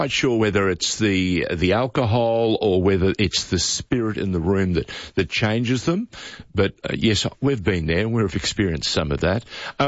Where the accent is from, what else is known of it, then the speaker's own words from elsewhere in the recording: Sydney, New South Wales, Australia; I can't get over the fact that I'm a Sydney-born boy. Grew up in Australia.